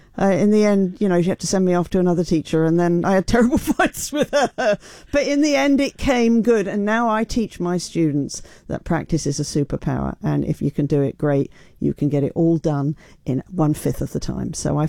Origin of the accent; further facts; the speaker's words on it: London, United Kingdom; moved away as an adult; now in United States; I grew up in London